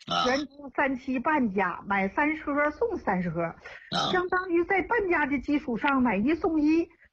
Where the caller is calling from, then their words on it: Jiangsu, China; 我家是江苏的。